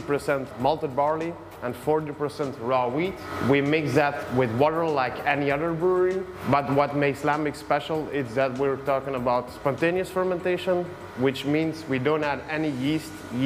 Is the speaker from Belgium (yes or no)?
yes; Brussels, Brussels-Capital Region, Belgium; I'm born and raised in Brussels.